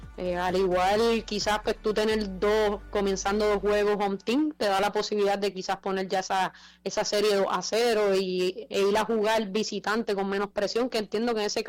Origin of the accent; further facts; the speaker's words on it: Puerto Rico; nosotros de Puerto Rico